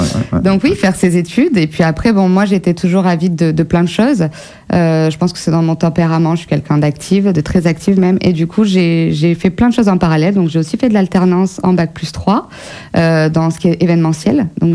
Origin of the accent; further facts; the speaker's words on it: Périgueux, Nouvelle-Aquitaine, France; also born or lived in Brantôme; Moi, j'ai grandi donc à Périgueux. Mes parents sont originaires de Chancelade. Et du coup, j'ai fait toutes mes études à Périgueux.